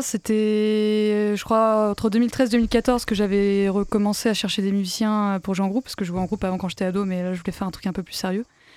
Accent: Saint-Nazaire, Pays de la Loire, France; also born or lived in Montpellier / Nantes; Alors moi, je suis originaire de Saint-Nazaire.

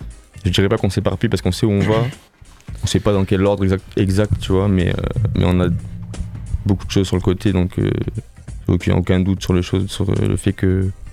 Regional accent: Montpellier, Occitanie, France; Je suis toujours été de MTP.

